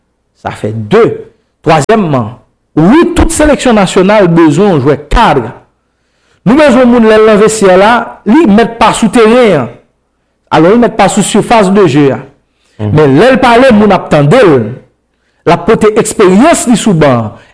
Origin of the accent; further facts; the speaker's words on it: Haiti; En tant que haïtien, en tant que monde qui fait analyse Kenson